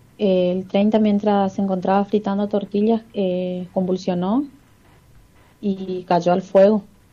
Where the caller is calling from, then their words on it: Machagai, Chaco, Argentina; nosotros somos de Machagay, Chaco.